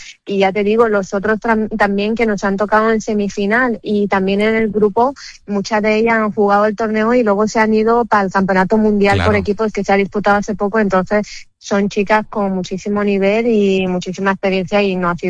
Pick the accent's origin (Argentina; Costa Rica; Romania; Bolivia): Romania; moved away as an adult; also born or lived in Sweden / Santiago de Compostela; now in Linares, Spain; Sí, yo soy rumana. En septiembre cumplo 11 años aquí en España